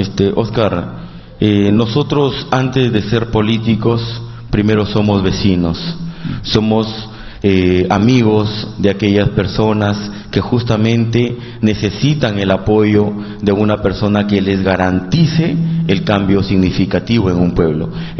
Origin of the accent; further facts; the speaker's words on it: Copallín, Amazonas, Peru; also born or lived in Bagua / Chiclayo; mi distrito de Copaín, y desde ahí siempre caminaba junto a mi padre por diferentes caseríos.